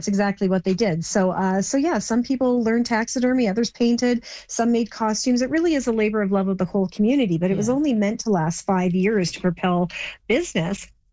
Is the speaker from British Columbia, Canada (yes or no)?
no; Torrington, Alberta, Canada; Well, so I grew up in Torrington, and it was vastly different than what it is now.